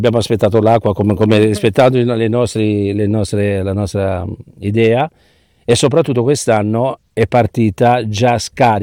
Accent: Genoa, Liguria, Italy

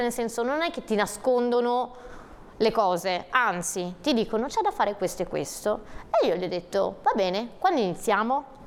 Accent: Pietra Ligure, Liguria, Italy; io sono di Pietra Ligure

